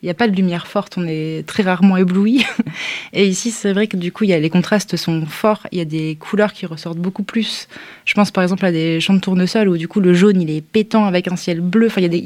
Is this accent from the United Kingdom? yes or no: no; northern France, France